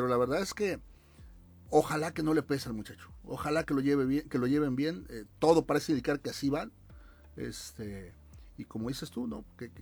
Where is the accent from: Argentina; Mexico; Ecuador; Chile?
Mexico; Y no lo va a reconocer la gran cantidad de mexicanos, porque así somos los mexicanos.